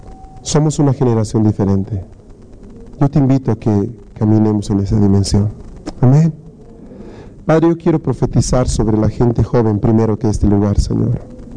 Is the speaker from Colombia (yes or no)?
no; Bolivia; Ese es el enemigo que tenemos por grupo, como bolivianos.